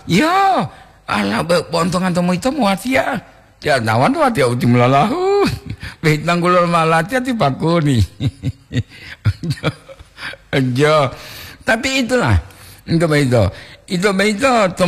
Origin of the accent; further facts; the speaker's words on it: Gorontalo, Indonesia; Nah, ma walau ti mama seri, saya asli Gorontalo, asli lo, jo.